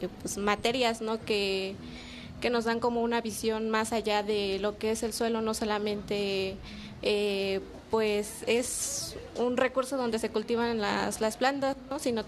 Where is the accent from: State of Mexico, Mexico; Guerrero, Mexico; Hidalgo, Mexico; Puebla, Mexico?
Guerrero, Mexico; Metlatonoc; first language Mixtec; Spanish is a second language; moved away as an adult; somos de Metlatono Guerrero, o en nuestra lengua, que es el Tunzabi, es Itiatano.